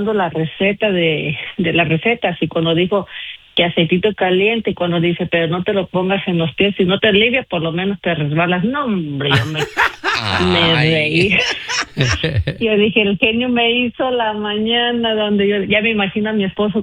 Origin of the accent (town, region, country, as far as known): Guanajuato, Mexico